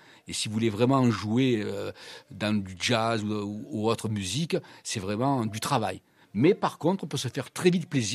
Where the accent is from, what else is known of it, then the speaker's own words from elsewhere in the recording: Provence-Alpes-Côte d'Azur, France; Tous les quatre, on est du Var. Oui, Toulon, Le Pradet, Cuers et Gien.